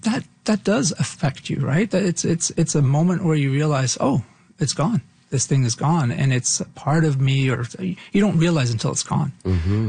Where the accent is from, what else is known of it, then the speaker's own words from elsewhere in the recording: Toronto, Ontario, Canada; I am riffing off of a lot of things that inspired me as a kid growing up in Toronto.